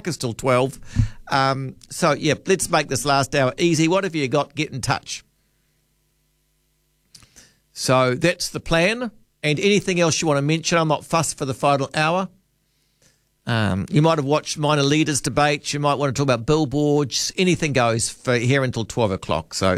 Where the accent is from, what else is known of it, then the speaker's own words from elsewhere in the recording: Auckland, New Zealand; I grew up in West Auckland, going to Foot Rock Flats Fun Park.